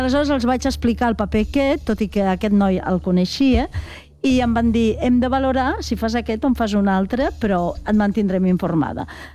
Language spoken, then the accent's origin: Catalan; Estopanyà, Aragon, Spain; jo vaig en aquest poble a la Festa Major, perquè aquest poble, Casserres del Castell, és pedania del meu poble, d'Estopanyà del Castell